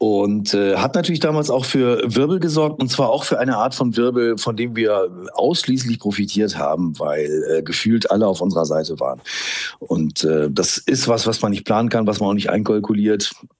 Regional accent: Rhineland, Germany; WDR ist ja auch mein Heimatsender. Alle verorten mich in Hamburg, aber ich bin Rheinländer, deswegen konnte ich da nicht absagen.

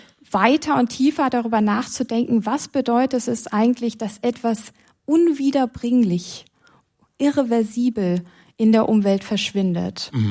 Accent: Germany; ich komme aus der Nähe von Hamburg

